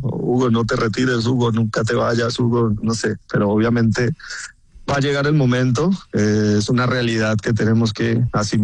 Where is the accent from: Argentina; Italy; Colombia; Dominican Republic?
Colombia; pues como colombiano y como jugador de fútbol activo, tuve la ilusión y tuve el deseo de poder estar.